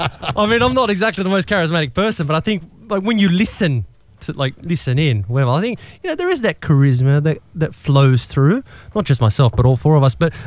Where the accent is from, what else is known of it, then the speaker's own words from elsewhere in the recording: Australia; born there; I am born in Australia, but I am still a Croatian